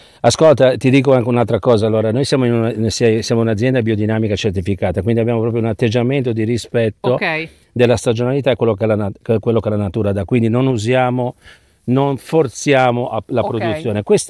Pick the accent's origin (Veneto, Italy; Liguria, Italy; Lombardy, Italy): Liguria, Italy; Genoa; ci aggiungo anche da genovese